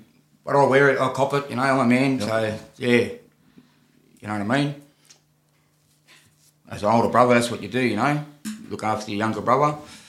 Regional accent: Sydney, New South Wales, Australia; also born or lived in La Perouse; I'm from Redfern, Yura and Gadigal, man.

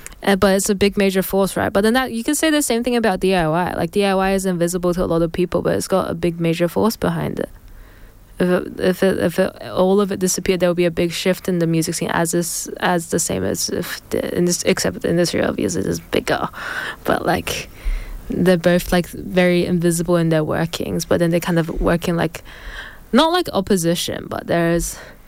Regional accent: Canberra, Australian Capital Territory, Australia; I'm from Canberra.

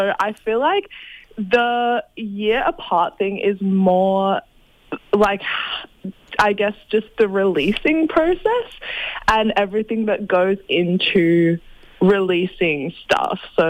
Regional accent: New South Wales, Australia; now in Melbourne (Naarm), Australia; we're all from Bundjalung country, aka Byron Bay or Lismore.

